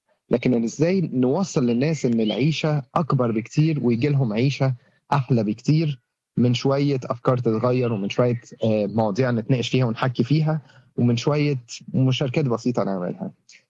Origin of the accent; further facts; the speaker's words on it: Egypt; الكلمة دي مش عندنا في مصر